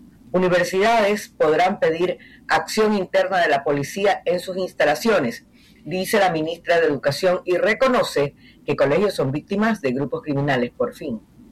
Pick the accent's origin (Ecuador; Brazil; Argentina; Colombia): Ecuador; nosotros como ecuatorianos